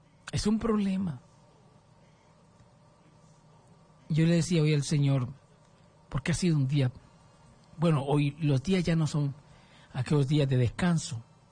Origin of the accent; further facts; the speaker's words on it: Honduras; Nosotros como hondureños estamos pagando la corrupción.